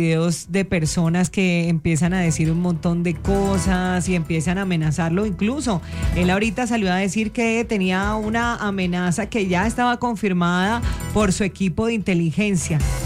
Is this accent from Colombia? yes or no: yes; Caribbean coast, Colombia; porque somos costeños